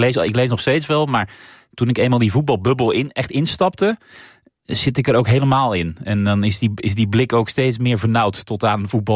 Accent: Armenia; Ik was toen in die fase heel erg bezig met mijn afkomst. En met mijn waar ik vandaan kom en wie ik was. En identiteit en nationaliteit en zo.

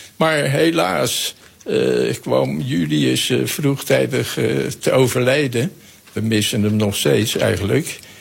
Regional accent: Rotterdam, South Holland, Netherlands; Ik ben Rotterdammer.

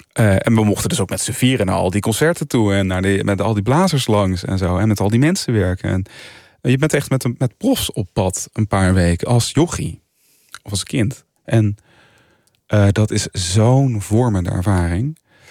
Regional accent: Culemborg, Gelderland, Netherlands; Kom ik uit. Ja. En ben ik opgegroeid.

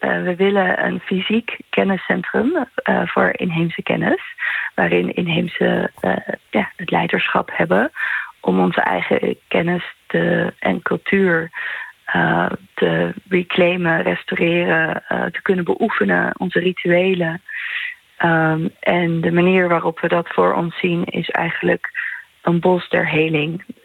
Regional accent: Bolivia; moved away; En ik ben dan zelf uit Bolivia.

